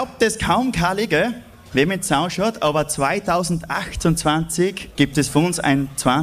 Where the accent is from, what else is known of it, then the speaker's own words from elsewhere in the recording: Fischbach, Styria, Austria; wir kommen alle aus Fischbach, beziehungsweise zwei kommen aus Fischbach.